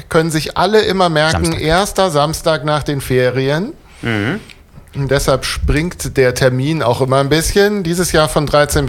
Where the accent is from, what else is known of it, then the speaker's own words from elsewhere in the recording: Munich, Bavaria, Germany; das sage ich jetzt als Münchner, wo ich aufgewachsen bin, wo es das auch nicht gab, sondern wenn man sich Bier kaufen wollte, muss man an die Tankstelle fahren.